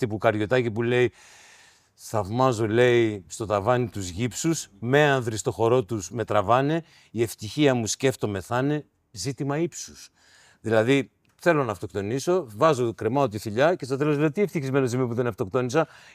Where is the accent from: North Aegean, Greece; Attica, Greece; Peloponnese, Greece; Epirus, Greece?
Peloponnese, Greece; Tripoli; Στην Τρίπολη, ναι. Εκεί. Έτσι το ξεκινάω.